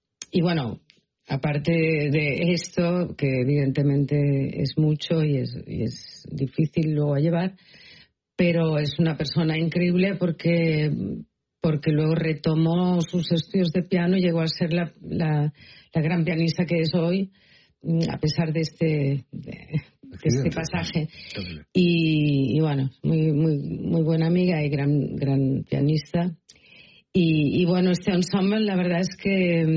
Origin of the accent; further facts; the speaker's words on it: Catalonia, Spain; also born or lived in Madrid / Boston; now in Paris, France; A mí cuando me preguntan si me siento, yo qué sé, catalana, digo, cuando estoy en Madrid me siento catalana, cuando estoy en París me siento quizá española, cuando estaba en Boston me sentía europea